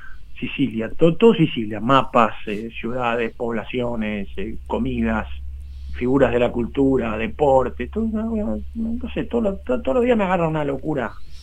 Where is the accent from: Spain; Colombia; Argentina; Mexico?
Argentina; yo primero soy argentino.